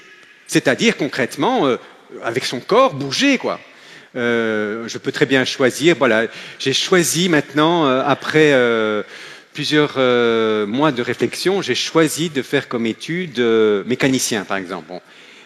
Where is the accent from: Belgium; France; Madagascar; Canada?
Belgium